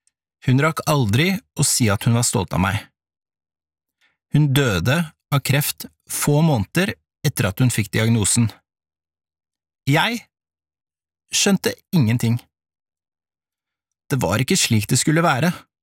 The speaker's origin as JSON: {"language": "Norwegian", "region": "Oslo", "country": "Norway", "tie": "born or raised there", "said": "så er jeg Oslo-gutt. Jeg vokste opp på Jan, med stor L. Det var slik vi sa det. Et sted der tryggheten lå tett rundt oss. Vi bodde i nabohuset til besteforeldrene mine."}